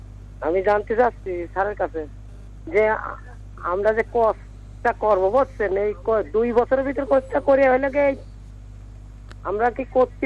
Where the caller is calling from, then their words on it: Pangsha, Dhaka Division, Bangladesh; Barkhola, Pangsha, Rajbari.